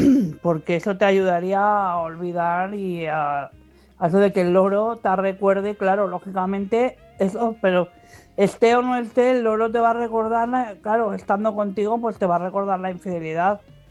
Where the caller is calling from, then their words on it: Madrid, Community of Madrid, Spain; de Madrid.